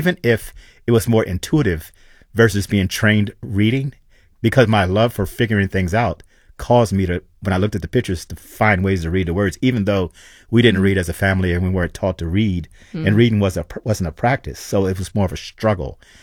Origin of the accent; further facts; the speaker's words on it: New Jersey, United States; I'm from New Jersey where we have beaches and boatwork and sand, but I like home and I like watching people tell stories.